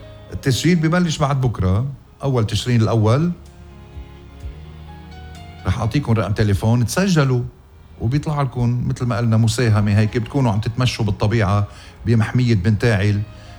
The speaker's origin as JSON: {"language": "Arabic", "country": "Lebanon", "said": "وأنه قلت له عم بقول له فترتي أنا لبنانية."}